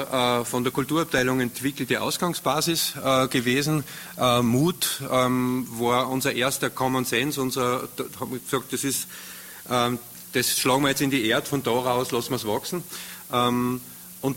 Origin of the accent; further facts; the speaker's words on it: Upper Austria, Austria; wir als Oberösterreicher, das was uns ausmacht, ist das, dass wir eigentlich von Tal zu Tal hinter jenen Hügeln einen leicht anderen Dialekt haben, leicht andere Attitüde haben.